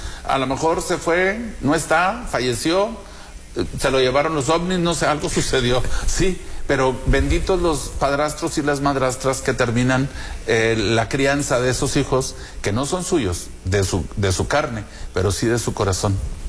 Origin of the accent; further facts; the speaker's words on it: Zaragoza, Coahuila, Mexico; born there; now in Piedras Negras, Mexico; yo vengo también de Zaragoza, mi familia viene de Zaragoza, de campo, de rancho, de animales, del monte.